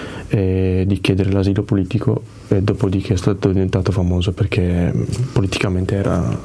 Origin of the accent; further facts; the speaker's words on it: Syria; Italian is a second language; moved away as an adult; now in Chiasso, Switzerland; Io sono nato e cresciuto in Siria, e sono arrivato in Svizzera nel 2015, da 10 anni sono qua a Chiasso